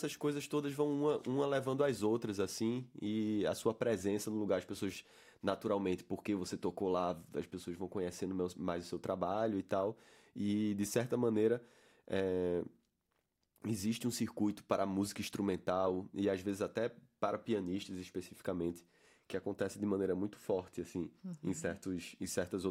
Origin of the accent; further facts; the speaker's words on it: Brazil; a primeira vez que eu saí do Brasil na minha vida foi para tocar.